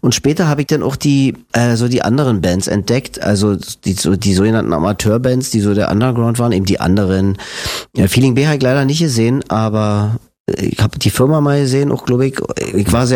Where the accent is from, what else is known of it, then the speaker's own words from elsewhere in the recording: Berlin, Germany; Ja, so ist es. Ich bin in Lichtenberg aufgewachsen. Also nach Lichtenberg sind wir gezogen, da war ich 4. Vorher haben wir im Friedrichshain gewohnt.